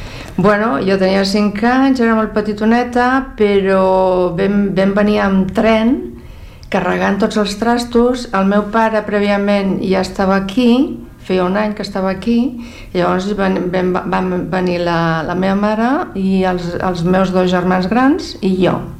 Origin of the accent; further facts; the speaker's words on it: Castile and León, Spain; born there; Sí, és un poble de muntanya, està a la Sierra de la Demanda, a Burgos, tocant amb Sòria i La Rioja, i és un poble molt petitonet, de muntanya